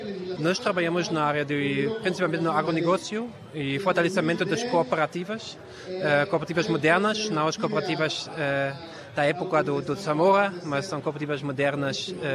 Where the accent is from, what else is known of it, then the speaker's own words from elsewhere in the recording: Germany; Portuguese is a second language; eu sou da Alemanha, venho de uma organização que se chama DGRW, uma ONG alemã.